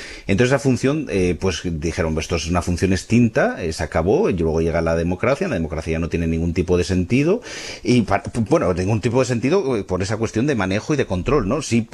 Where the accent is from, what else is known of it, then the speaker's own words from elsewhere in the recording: Spain; somos españoles, somos latinos